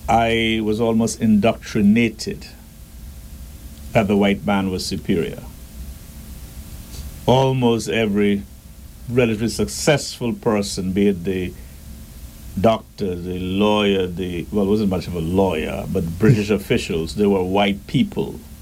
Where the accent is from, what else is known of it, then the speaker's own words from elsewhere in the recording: Bambarra, Middle Caicos, Turks & Caicos Islands; As a little boy growing up in Bambara, Middle Caicos, one of the least developed islands in the Turks and Caicos